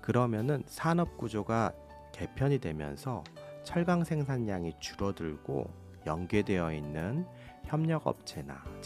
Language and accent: Korean; Gwangju, South Korea; now in Pohang, South Korea; 제 고향은 전라남도 광주인데요.